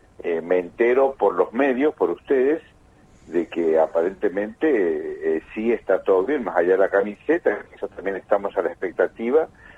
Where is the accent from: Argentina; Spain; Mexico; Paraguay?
Argentina; me emociona como argentino, como veterano, como hincha, y bueno, creo que todos los argentinos nos unió la camiseta